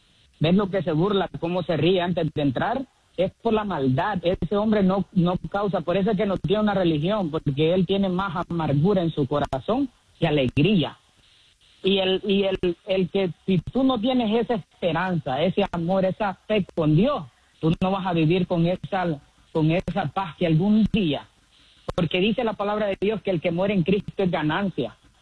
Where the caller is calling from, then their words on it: Nashville, Tennessee, United States; Reportándose de Nashville, Tennessee.